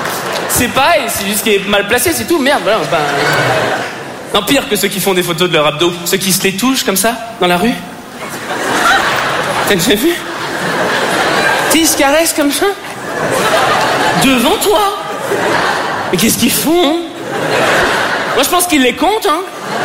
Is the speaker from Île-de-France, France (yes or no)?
yes; Paris, Île-de-France, France; Parce que je suis parisien et superficiel.